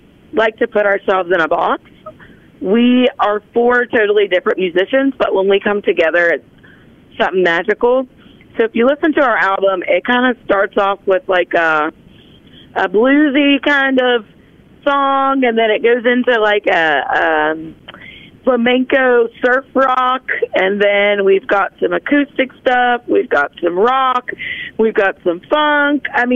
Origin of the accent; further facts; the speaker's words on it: Belington, West Virginia, United States; We're from Bealington. We have a little music studio, and we record local artists.